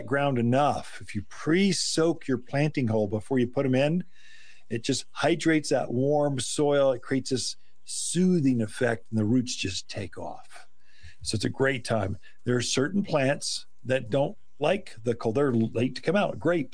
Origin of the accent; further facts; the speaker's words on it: Midwest, United States; So I came from the Midwest where it was humid.